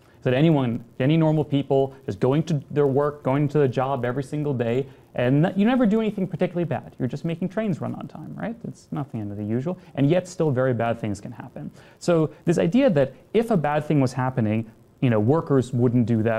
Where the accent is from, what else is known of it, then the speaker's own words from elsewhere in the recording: United States; born there; My father's American, I was born in America, but my mom's German, and so I've been exposed to both cultures.